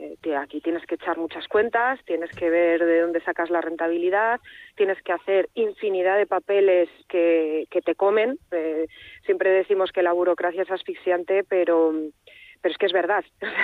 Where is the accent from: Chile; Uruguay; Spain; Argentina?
Spain; Castile and León; Entonces, yo soy una gran afortunada sí. del medio rural en Castilla y León.